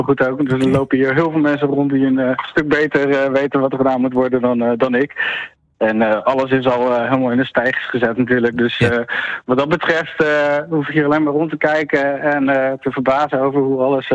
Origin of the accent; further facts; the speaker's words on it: Amsterdam, North Holland, Netherlands; moved away as an adult; now in Goes, Netherlands; Ik kom van origine uit Amsterdam en ik woon sinds vorig jaar woon ik in Goes